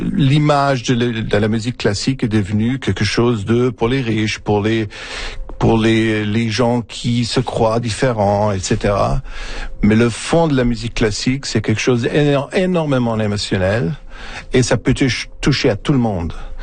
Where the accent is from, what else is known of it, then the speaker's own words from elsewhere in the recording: Germany; moved away; j'ai grandi dans un cadre, j'ai grandi en Allemagne où la musique classique est très, très présent